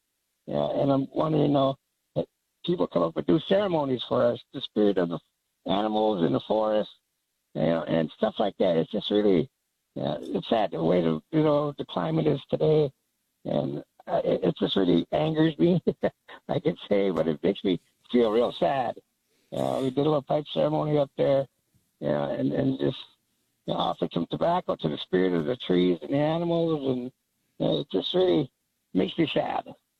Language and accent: English; Minnesota, United States; now in Duluth, United States; I live up in Duluth, Minnesota. I'm originally from the Whiteridge Reservation up in Minnesota